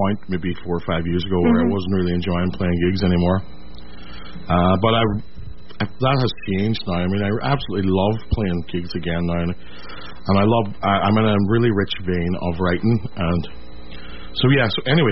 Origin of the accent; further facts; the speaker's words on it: Derry, Northern Ireland, United Kingdom; moved away; I grew up in Derry.